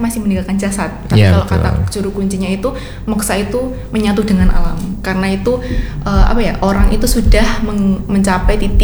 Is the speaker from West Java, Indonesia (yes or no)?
no; Boyolali, Central Java, Indonesia; Apalagi saya sendiri berasal dari Boyolali.